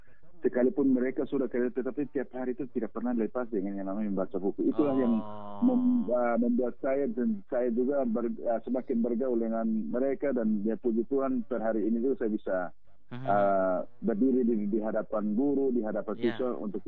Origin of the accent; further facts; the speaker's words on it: East Nusa Tenggara, Indonesia; also born or lived in Kupang; saya orang asli TTS dan mereka kirim kembali saya ke TTS.